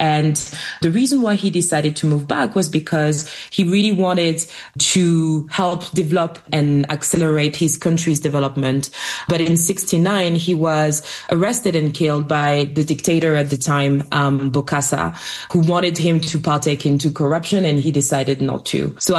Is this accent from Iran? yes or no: no; France; also born or lived in Barbados / Japan / United States; Yes, I grew up in France. My origins are on the continent, but I used to live in Barbados in the Caribbean. I've studied in Japan.